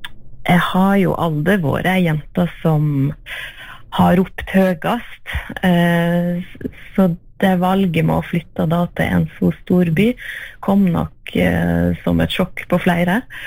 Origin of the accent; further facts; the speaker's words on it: Hafslo, Vestland, Norway; Jeg vokste opp på Hafslo i BN-feltet, og bodde der frem til jeg var 19 år.